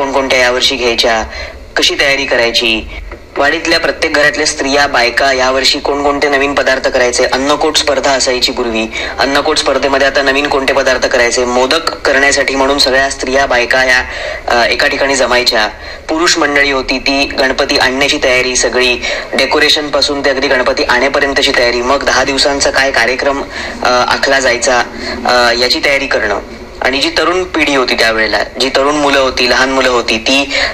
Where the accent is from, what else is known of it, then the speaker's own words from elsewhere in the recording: Mumbai, Maharashtra, India; मी 25 वर्षांचा आहे आणि मी एक गिरगावकर आहे.